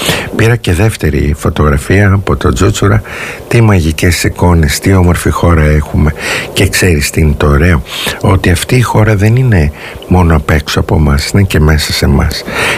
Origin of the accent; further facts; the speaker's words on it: Kalamata, Peloponnese, Greece; στην πατρίδα μου την Καλαμάτα